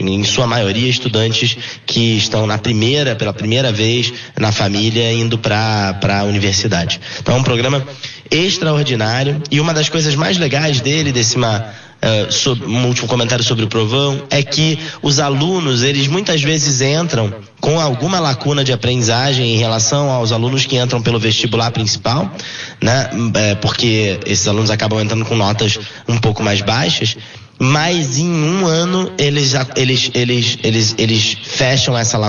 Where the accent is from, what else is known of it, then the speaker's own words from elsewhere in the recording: Rio de Janeiro, Brazil; accent: Rio (carioca); moved away as an adult; now in São Paulo, Brazil; Eu fiz no Rio, o sotaque não nega, né? Embora eu esteja morando em São Paulo há 14 anos. Mas eu fiz jornalismo, fiz comunicação no Rio de Janeiro.